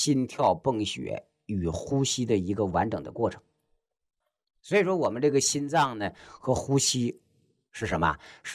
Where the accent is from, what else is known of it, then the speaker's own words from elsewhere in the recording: China; 你看我们中国人喜欢用个词儿叫什么？叫气绝身亡。